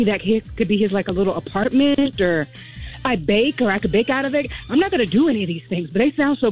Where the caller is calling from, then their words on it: Savannah, Georgia, United States; I'm from Savannah, so we have hurricanes, and I'm from a time where we would have to evacuate.